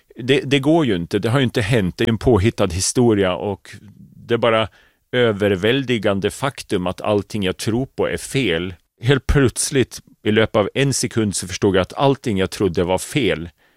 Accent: Malmköping, Södermanland, Sweden; Jag kommer från Malmköping.

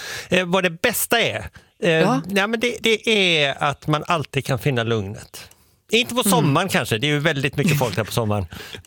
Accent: Marstrand, Västra Götaland County, Sweden; Men jag är uppvuxen i Marstrand

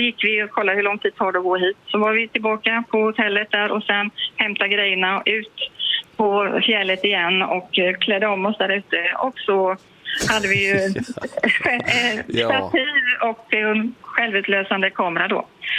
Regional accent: Östergötland, Sweden; Jag är från Östergötland

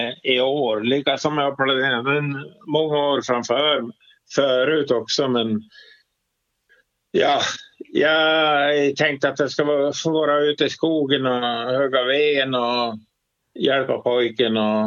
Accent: Gotland, Sweden; Och jag hörde ju, jag kommer från Gotland och jag har ju gjort min militärtjänst där på Gotland, ja.

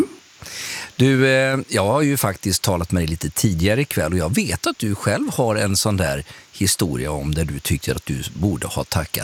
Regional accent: Västra Götaland County, Sweden; jag är ju från Göteborgstrakten och det skäms jag inte för.

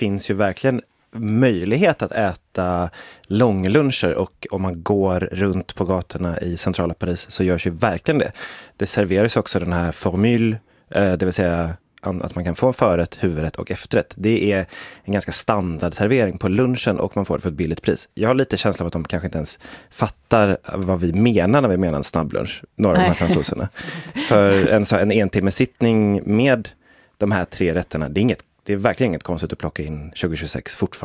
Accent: Sweden; som svensk känner man ju sig absolut igen sig mer i det sättet.

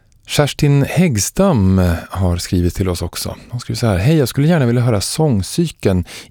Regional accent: Västra Götaland County, Sweden; Musikens titel påminner mig om skogen där jag växte upp I närheten av Tiveden I norra Västergötland.

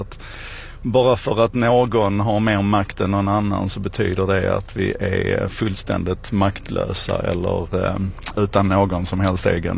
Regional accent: Malmö, Skåne, Sweden; vi är ju Malmöbor

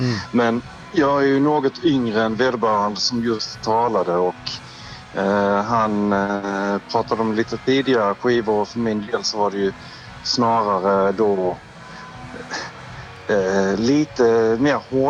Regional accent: Bromölla, Skåne, Sweden; now in Malmö, Sweden; Vi är ju från Bromölla.

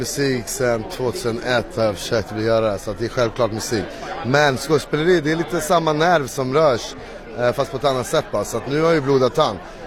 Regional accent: Uppsala, Uppsala County, Sweden; jag är från Uppsala

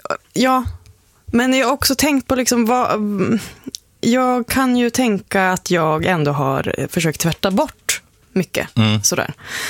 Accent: Umeå, Västerbotten County, Sweden; jag då som bor i Umeå och född och uppvuxen där, har ju min dialekt.

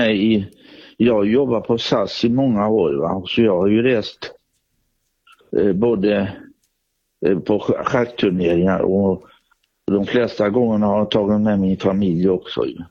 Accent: Fritsla, Västra Götaland County, Sweden; Ja, vi hade väl spelningar där hemma i Fritsla.

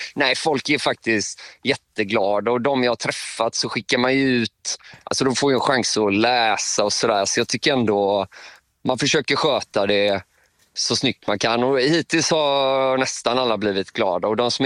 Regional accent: Kungälv, Västra Götaland County, Sweden; men jag menar Kungälv, Komarken, det är ju där jag är ifrån. Det blir lite så här, det tycker man ju inte själv är en håla, men det var ju lite så här när man åkte in till Göteborg på helgerna

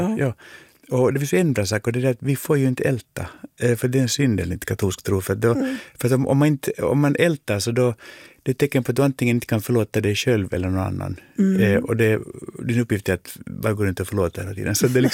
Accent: Finland; jag tycker att jag är väldigt finländsk på det viset

